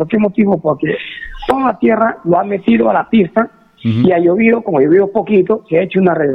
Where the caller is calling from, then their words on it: Peru; Soy viviente de arriba del Nuevo Paraíso.